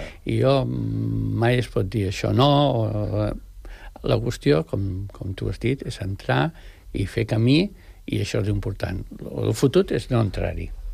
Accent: El Masnou, Catalonia, Spain; Hi ha un pintor del Masnou, que és el meu poble

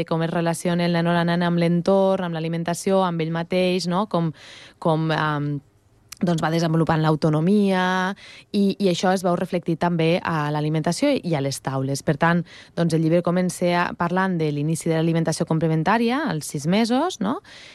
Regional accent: Almenar, Catalonia, Spain; born or raised there

